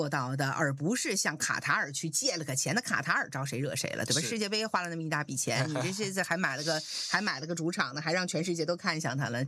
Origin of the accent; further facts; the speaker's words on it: Tianjin, China; accent: Tianjin dialect; 我的天津的这个方言叫做话巴巴。